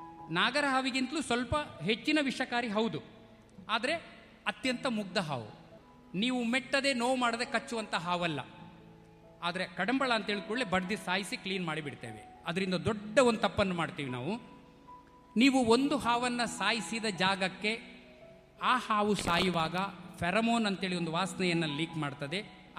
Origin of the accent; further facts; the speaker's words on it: Karnataka, India; ನಮ್ಮ ಊರಲ್ಲಿ ನಿಟ್ಟೂರು ಅಂತೆಲ್ಲ ಒಂದು ಏರಿಯಾ ಇದೆ